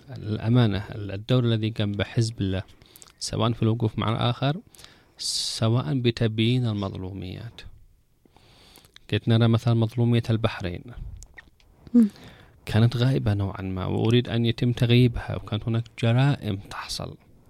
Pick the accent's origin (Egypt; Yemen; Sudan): Yemen; أنا كإنسان يمني و كنت حاضر في كل المتغيرات التي حصلت من 2014 إلى الآن،